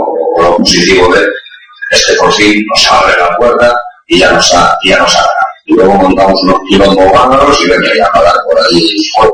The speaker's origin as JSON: {"language": "Spanish", "region": "Galicia", "country": "Spain", "said": "Soy gallego"}